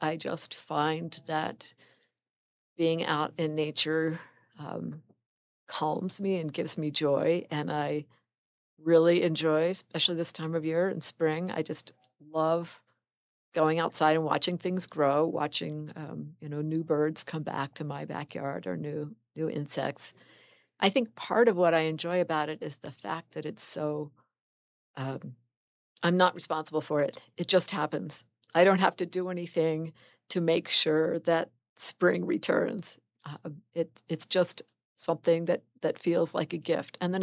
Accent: Maryland, United States; I grew up in Maryland, not far from Washington, D.C. So it wasn't exactly the wilderness, but I was fortunate to grow up sort of surrounded by a lot of nature. There was a creek behind my house. I was across the street from a state park

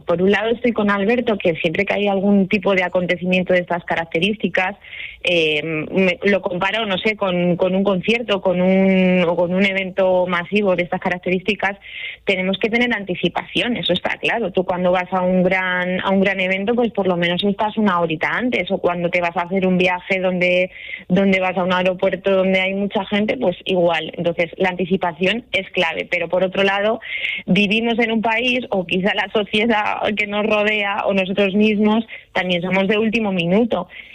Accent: Toledo, Castilla-La Mancha, Spain; yo soy de Toledo.

